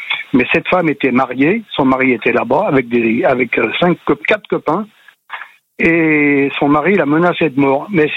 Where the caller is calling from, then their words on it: France; elle sait que je vis en France